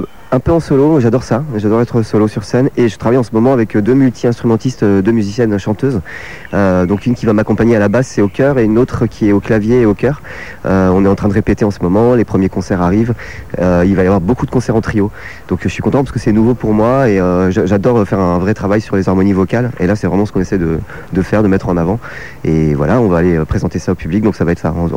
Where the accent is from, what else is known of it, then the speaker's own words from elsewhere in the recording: Nancy, Grand Est, France; On est 10, chanteurs et musiciens, donc c'est un collectif lorrain, moi je viens de Nancy.